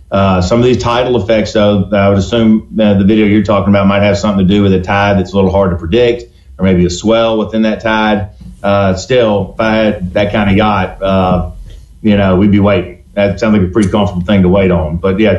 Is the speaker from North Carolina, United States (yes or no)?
no; Vicksburg, Mississippi, United States; we're both here in Vicksburg working underneath kind of a larger umbrella of my family's business. So it's been a lot of fun to do it together and be here in my hometown.